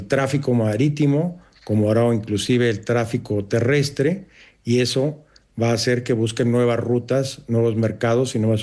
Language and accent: Spanish; Mexico; Y hoy vemos la realidad que vive mi país de origen, y no nada más México